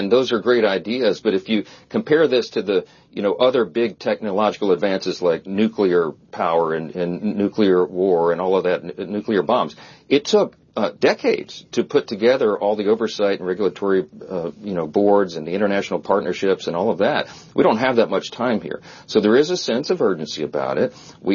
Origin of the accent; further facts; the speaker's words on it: Louisiana, United States; The average taxpayer in my home state of Louisiana, where I'm sitting this morning